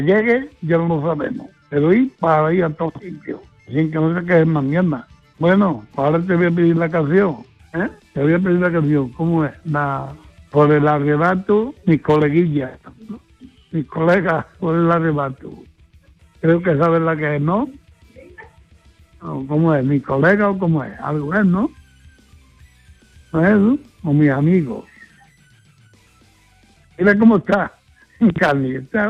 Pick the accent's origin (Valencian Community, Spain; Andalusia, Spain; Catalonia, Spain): Andalusia, Spain; Padul; Bueno, gordo … de Padul.